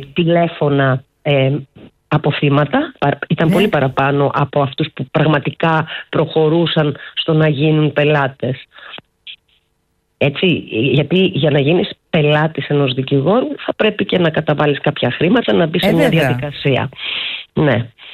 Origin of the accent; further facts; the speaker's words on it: Greece; για εμάς που είμαστε Έλληνες